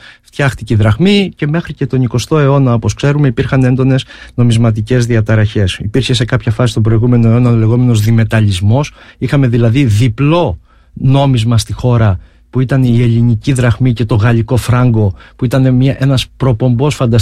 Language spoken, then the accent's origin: Greek; Ierapetra, Crete, Greece; σε μια πόλη όπως είναι η πόλη μου Ιεράπετρα, στην άλλη άκρη της Ελλάδας, στην άλλη άκρη της χώρας.